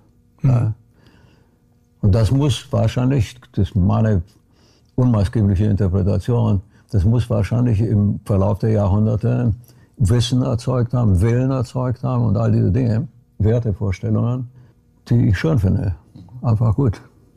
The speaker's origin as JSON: {"language": "German", "town": "Brasov", "region": "Brașov County", "country": "Romania", "tie": "born or raised there"}